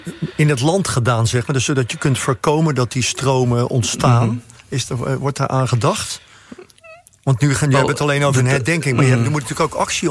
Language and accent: Dutch; Flanders, Belgium; Ja, in Nederland, ik spreek jou er nu over als Vlaming